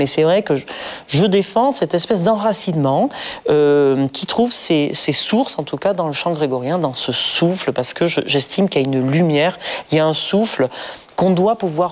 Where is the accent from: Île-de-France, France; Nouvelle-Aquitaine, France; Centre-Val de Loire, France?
Nouvelle-Aquitaine, France; en grandissant au Pays Basque, donc on a un répertoire de cantiques qui est très différent des cantiques français